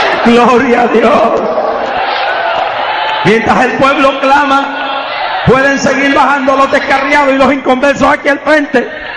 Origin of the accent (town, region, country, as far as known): Puerto Rico